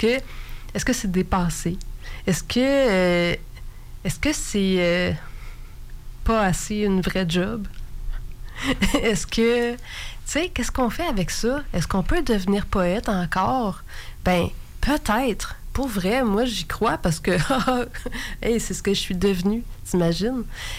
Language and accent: French; Quebec, Canada; moved away; moi, je viens quand même du fin fond d'Abitibi, puis j'étais pas mal loin du milieu littéraire, on pourrait dire que j'étais à peu près à 1000 kilomètres.